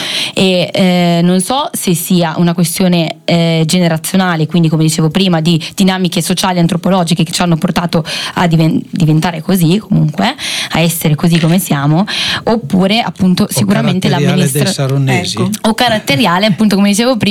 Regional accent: Saronno, Lombardy, Italy; moved away; Allora, io me ne sono andata da Saronno, quindi gli aspetti negativi di Saronno ne ho sempre visti tanti, anche fin troppi.

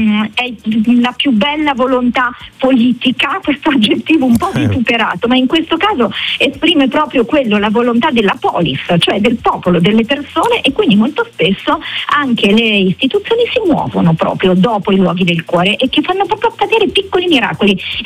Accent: Lombardy, Italy; Io sono lombarda

